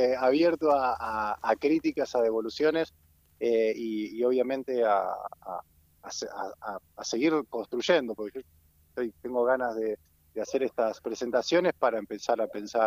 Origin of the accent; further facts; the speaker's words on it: Rosario, Santa Fe, Argentina; born there; now in Mallín Ahogado, Argentina; soy un bicho de ciudad, nací en Rosario, nací en un barrio, bueno, que eran los viejos Fonavi, después me fui a un barrio, digamos, es como mucho cemento y vida citadina.